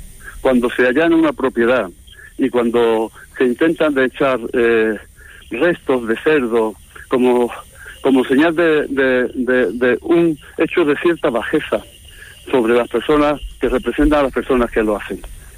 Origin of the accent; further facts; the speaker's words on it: Seville, Andalusia, Spain; Creo que somos sevillanos, tenemos que entrar en un discurso mucho más humano y mucho más próximo.